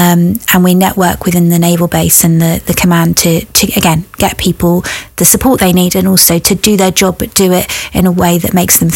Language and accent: English; Plymouth, South West England, United Kingdom; born there; I was born in Plymouth, but my dad's Cornish, so I am totally impartial.